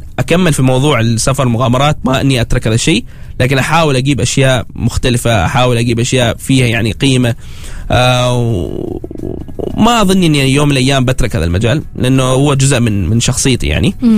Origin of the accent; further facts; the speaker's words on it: Oman; نحن كعمانيين ما في حد عماني راح يصوق وصور هنا، في عمانيين ما أنكر بس ما حد سوى بهذا الطريقة.